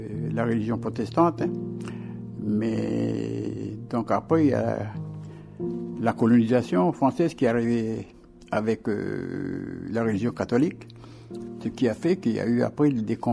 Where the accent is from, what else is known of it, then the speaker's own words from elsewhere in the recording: Ouvéa, Loyalty Islands Province, New Caledonia; même si je suis loin d'Ouvéa, de ma tribu, ben, je donne quand même mon témoignage.